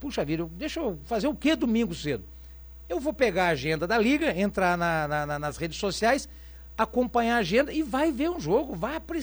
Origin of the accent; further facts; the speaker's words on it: Pindamonhangaba, São Paulo, Brazil; Eu sou do Alto do Cardoso, sou corintinha